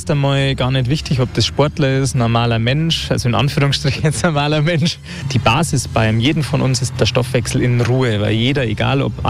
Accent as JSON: {"language": "German", "town": "Bad Tölz", "region": "Bavaria", "country": "Germany", "said": "Ist natürlich auch bei uns in Bad Tölz historisch wahrscheinlich auch bedingt. Ich war das erste Mal, glaube ich, mit 5 Jahren im Eishockey."}